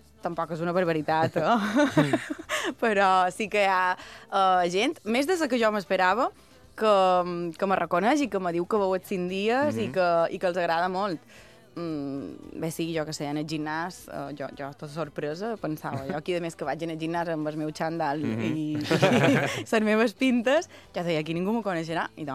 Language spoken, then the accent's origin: Catalan; Sencelles, Balearic Islands, Spain; moved away as an adult; now in Palma, Spain; Jo vaig néixer a Sencelles, he viscut pràcticament tota la meva vida a Sencelles, visc a Palma des de fa un poc més de 4 anys, per comoditat i perquè també m'agrada la vida a ciutat, però sí que veig que Sencelles és el meu refugi.